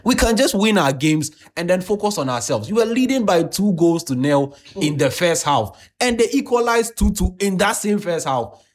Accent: Ghana; I'm a Ghanaian concerned citizen.

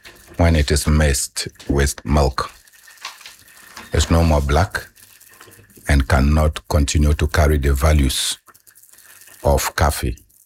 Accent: Ghana

